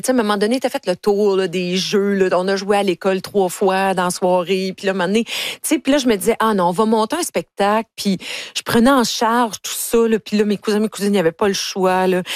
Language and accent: French; Ontario, Canada; J'ai été forcée à en avoir un à l'école secondaire, parce que moi, je viens de l'Ontario.